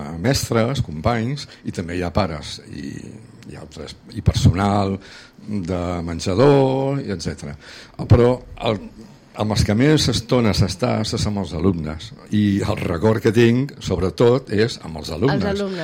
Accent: Menorca, Balearic Islands, Spain; moved away as an adult; I vaig venir a Catalunya, perquè jo soc de Menorca, i mentre estudiava a Sant Cugat

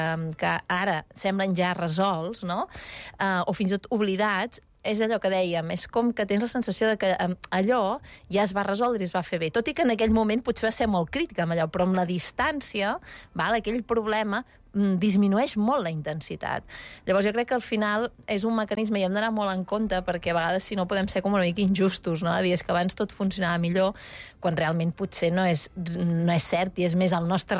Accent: Girona, Catalonia, Spain; i, a veure, més soc de Girona

